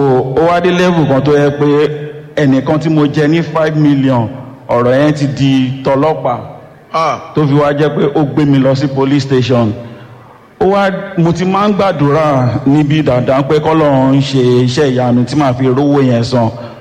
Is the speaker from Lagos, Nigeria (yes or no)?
no; Ibadan, Oyo, Nigeria; also born or lived in Abuja; mo wá láti Ìbàdàn.